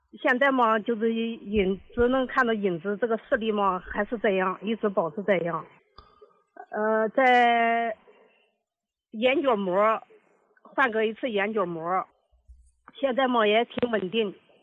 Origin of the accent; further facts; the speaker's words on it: Fuzhou, Fujian, China; 我是福州的。